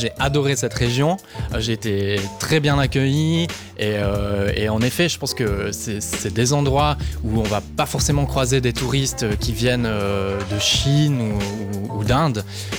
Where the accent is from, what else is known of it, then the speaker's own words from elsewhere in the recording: Switzerland; ça me fait tellement rêvé en tant que Suisse